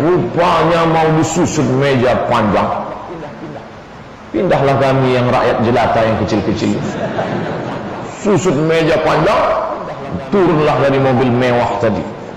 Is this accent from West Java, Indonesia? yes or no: no; Pekanbaru, Riau, Indonesia; saya orang Pekanbaru